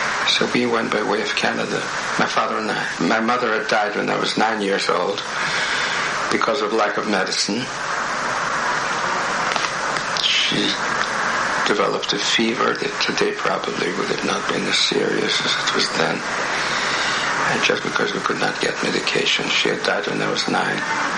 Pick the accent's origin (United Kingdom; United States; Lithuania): Lithuania; Vilnius, Vilnius County; I was born in Vilna in 1907. had a very happy childhood.